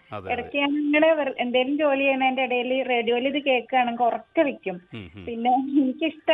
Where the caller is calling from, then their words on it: Nilambur, Kerala, India; നാട്ടിൽ തന്നെ. നിലമ്പൂർ ആയിരുന്നു, ഇപ്പൊ ജനുവരി മാസം തൊട്ട് അങ്ങോട്ട് മാറി.